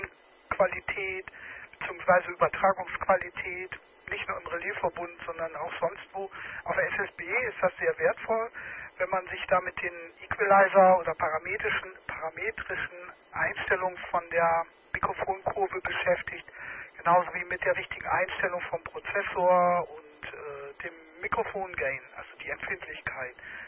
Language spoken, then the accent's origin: German; Dortmund, North Rhine-Westphalia, Germany; Ich bin Dortmunder